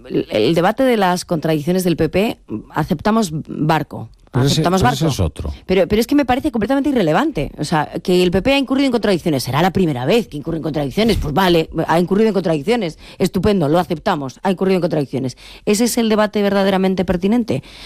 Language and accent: Spanish; Galicia, Spain; por qué yo como gallega no puedo votar en unas elecciones municipales y autonómicas en Galicia